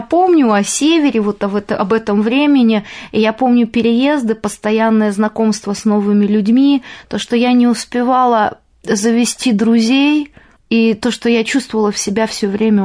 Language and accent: Russian; Bishkek, Kyrgyzstan; born there; Сначала я родилась во Фрунзе в семье офицера, кадрового офицера и учительницы.